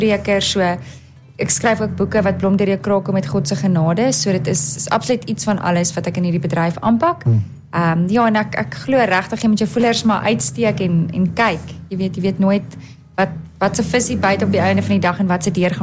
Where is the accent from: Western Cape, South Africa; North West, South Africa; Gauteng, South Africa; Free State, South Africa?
North West, South Africa; Hartbeespoort; ek is van die pragtige area Harties. Ja. So ek gesels vandag bietjie in my tuisdorp